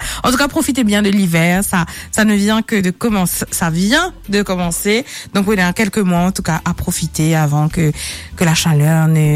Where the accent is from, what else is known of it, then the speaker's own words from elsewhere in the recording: Curepipe, Plaines Wilhems, Mauritius; Non, c'est vrai, hein, moi, je suis née, j'ai grandi à Curepipe.